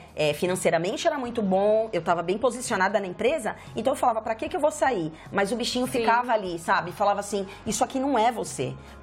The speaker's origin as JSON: {"language": "Portuguese", "town": "São Caetano do Sul", "region": "São Paulo", "country": "Brazil", "tie": "born or raised there", "also_born_or_lived": "Salvador, Bahia", "moved": "as an adult", "lives_now": "Canada", "said": "eu saí de São Paulo, nasci em São Paulo, né? Na região metropolitana, São Caetano do Sul. E eu morei lá 28 anos, 29, 28 para 28, 28 para 29 anos. Quando chegou o retorno de Saturno, os meus 28, eu fui para Salvador, né, para Bahia."}